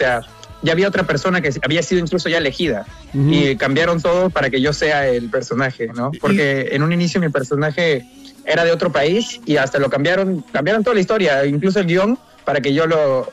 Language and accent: Spanish; Lima, Peru; now in South Korea; Yo crecí en Chorrillos, en Lima.